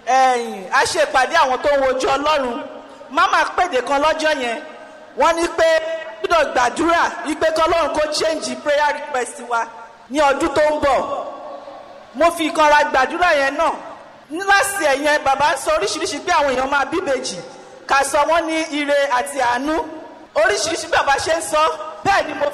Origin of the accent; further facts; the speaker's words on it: Ijebu Ode, Ogun, Nigeria; Mo wá láti Ìjẹ̀bú òde.